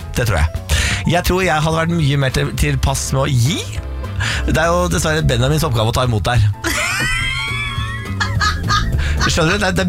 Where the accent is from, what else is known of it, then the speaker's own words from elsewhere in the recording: Østfold, Norway; Jeg er fra Østfold